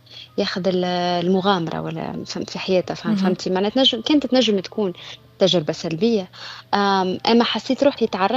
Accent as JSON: {"language": "Arabic", "country": "Tunisia", "moved": "as an adult", "lives_now": "United States", "said": "كيف نتكلم كما نقول راني من تونس معناها بالاكسون ما يعرفونيش راني اجنبيه"}